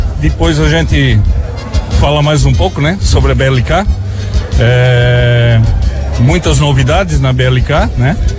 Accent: Guabiruba, Santa Catarina, Brazil; A gente é daqui, como somos de Guabiruba também

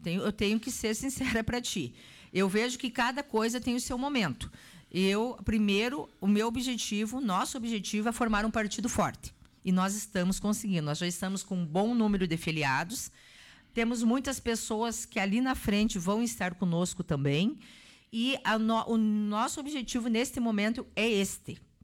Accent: Soledade, Rio Grande do Sul, Brazil; eu sou soledadense, amo a minha terra

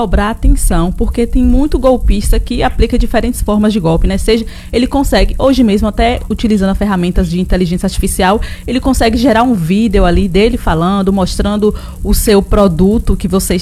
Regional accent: Ribeira do Pombal, Bahia, Brazil; eu sou de Ribeira do Pombal, que fica pertinho aí de Alagoinhas, pouco mais de 2 horas.

